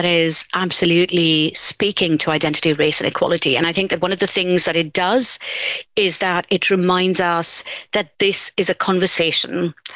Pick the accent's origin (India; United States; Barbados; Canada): India; I grew up in India, and this is a history that resonates deeply for me.